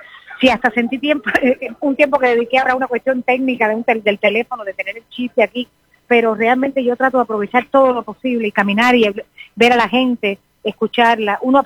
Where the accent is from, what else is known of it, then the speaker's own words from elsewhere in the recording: Cuba; soy realmente cubana española, aunque mis raíces sobre todo son cubanas, sin duda